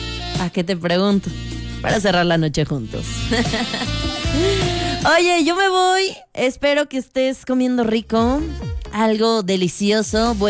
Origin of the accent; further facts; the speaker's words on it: San Luis Potosí, Mexico; also born or lived in Coahuila; yo soy la potosina